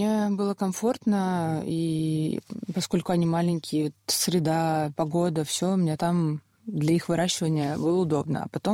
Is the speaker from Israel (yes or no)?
no; Russia; born there; moved away; also born or lived in Spain; Вот я как русская родилась в России